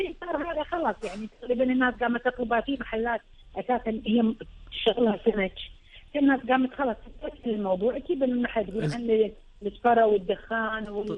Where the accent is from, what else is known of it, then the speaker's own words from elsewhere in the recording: Kuwait; احنا ككويتيين